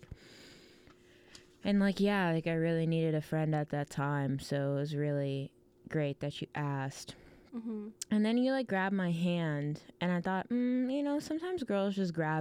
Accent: Frisco, Texas, United States; now in Austin, United States; I'm from Frisco

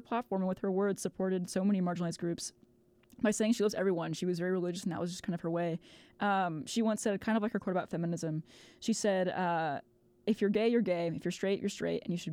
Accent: Texas, United States; especially growing up in Texas

